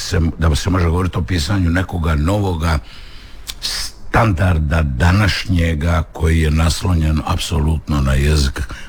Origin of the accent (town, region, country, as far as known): Split, Split-Dalmatia County, Croatia